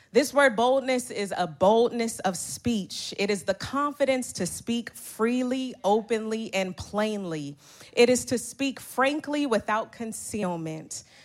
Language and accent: English; Oakland, California, United States; I'm really from Oakland.